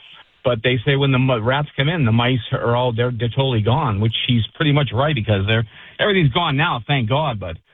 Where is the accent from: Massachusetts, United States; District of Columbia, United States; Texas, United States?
Massachusetts, United States; Merrimack Valley; I grew up in the Merrimack Valley, and I worked at a chicken farm when I was younger, and I'm no stranger to rats. So I live in Tewksbury now